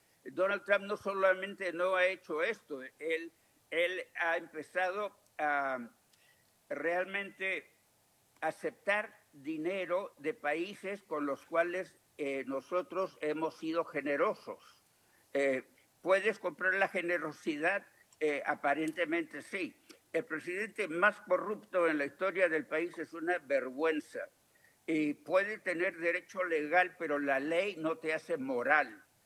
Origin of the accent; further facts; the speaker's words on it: United States; Nosotros somos, nosotros los estadounidenses, somos signatarios de la Convención de las Naciones Unidas acerca de exilados.